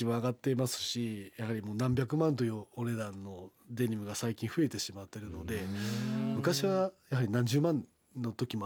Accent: Kochi, Japan; 自分高知県出身なんですけども

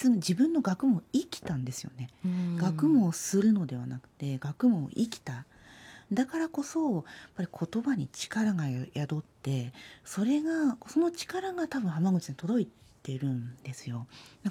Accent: Azumino, Nagano, Japan; 私、長野県の安曇野市っていうところ出身なんですけど

